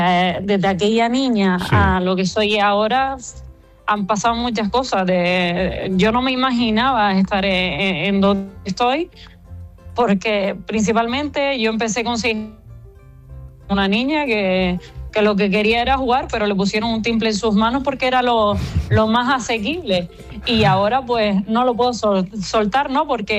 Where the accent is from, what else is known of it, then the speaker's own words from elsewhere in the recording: Valsequillo de Gran Canaria, Canary Islands, Spain; en mi pueblo, donde también me ha visto crecer mis vecinos y vecinas